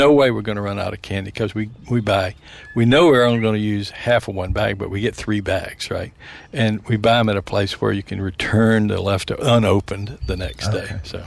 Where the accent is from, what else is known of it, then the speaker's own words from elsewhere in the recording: Macon, Georgia, United States; moved away; my hometown heroes from the great state of Georgia, Macon